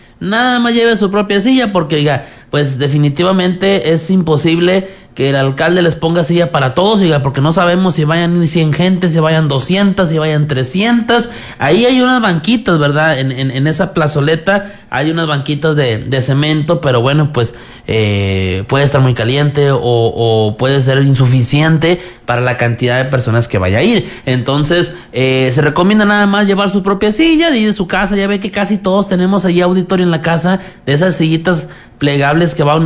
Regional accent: Zaragoza, Coahuila, Mexico; Allá en mi natal Zaragoza, allá en las tierras del alcalde Belio Vara

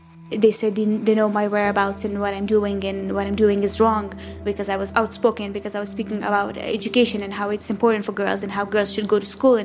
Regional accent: Kabul, Afghanistan; moved away as an adult; also born or lived in Islamabad, Pakistan; now in Canada; born and raised in Kabul, Afghanistan. I am 22 at the moment

